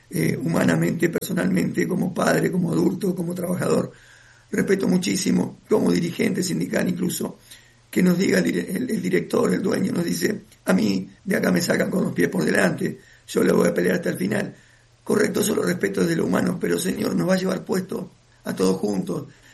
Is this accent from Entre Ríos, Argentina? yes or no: yes; Concordia, Entre Ríos, Argentina; yo tengo más de 50 años, ¿no? 56. Y a los 25 años, sí, yo soy de Concordia